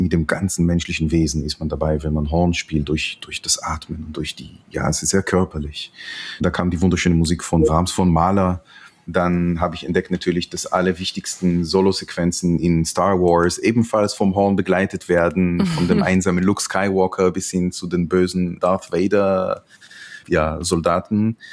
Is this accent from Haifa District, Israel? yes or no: no; Jerusalem, Jerusalem District, Israel; ich bin ja in Jerusalem geboren und aufgewachsen